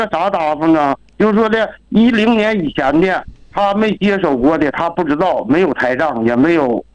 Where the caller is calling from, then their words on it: Inner Mongolia, China; 我也是阿荣旗亚东镇东兴村的。